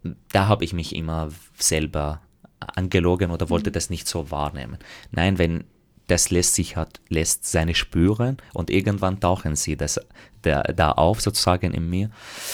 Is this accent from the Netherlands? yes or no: no; Graz, Styria, Austria; ich komme aus Graz, wenn ich wo unterwegs war, dann war gleich die Frage, wo ich so wirklich her?